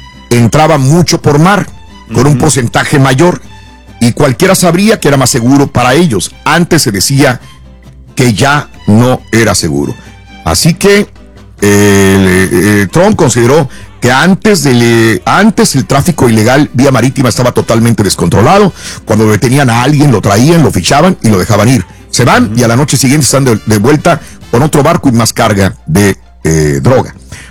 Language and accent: Spanish; Mexico; Somos mexicanos